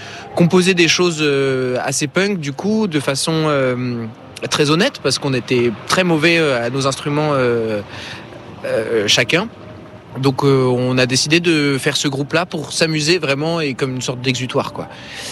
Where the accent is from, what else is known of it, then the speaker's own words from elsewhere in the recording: Strasbourg, Grand Est, France; on vient de Strasbourg.